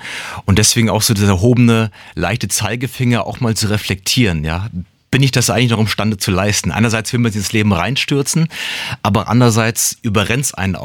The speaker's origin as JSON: {"language": "German", "town": "Frankfurt", "region": "Hesse", "country": "Germany", "tie": "born or raised there", "lives_now": "Mainz, Germany"}